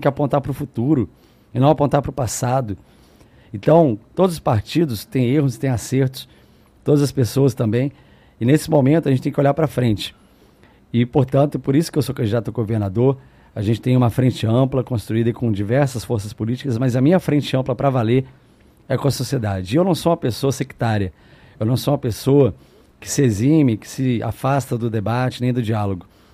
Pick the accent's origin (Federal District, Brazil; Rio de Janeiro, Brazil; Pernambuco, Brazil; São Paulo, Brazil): Federal District, Brazil; Brasília; Eu nasci aqui em Brasília, eu cresci em Brasília, eu tenho amor pela cidade.